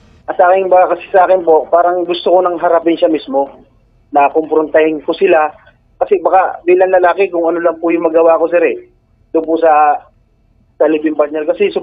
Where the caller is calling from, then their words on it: Calabarzon, Philippines; po ng Laguna.